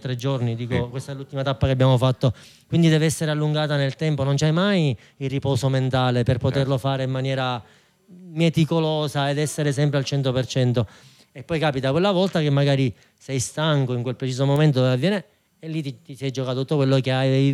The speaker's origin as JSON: {"language": "Italian", "town": "Marsala", "region": "Sicily", "country": "Italy", "said": "anch'io sono di Marsala, siamo tutti e due di Marsala"}